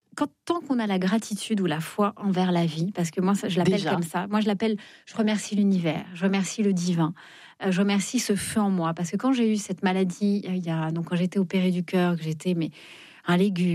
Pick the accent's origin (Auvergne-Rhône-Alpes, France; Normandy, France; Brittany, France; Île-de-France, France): Île-de-France, France; Fontainebleau; Moi, je viens de Fontainebleau. Et c'est ce que je dis. Moi, j'ai commencé à faire mes premiers pas, à ramasser les feuilles pour faire des herbiers quand j'étais toute petite dans la forêt de Fontainebleau